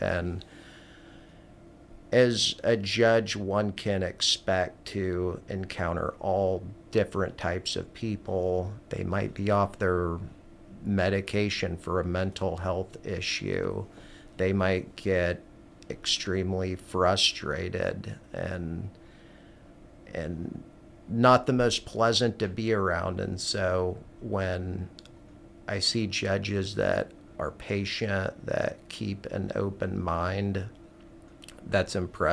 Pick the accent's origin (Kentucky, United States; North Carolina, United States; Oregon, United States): Oregon, United States; Springfield; moved away as an adult; now in mid-Missouri, United States; I haven't spent my whole life here. I was born in Springfield, Oregon